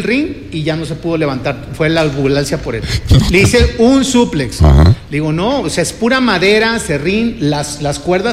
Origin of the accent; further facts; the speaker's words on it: Monterrey, Nuevo León, Mexico; la regia, y además también somos muy regionalistas.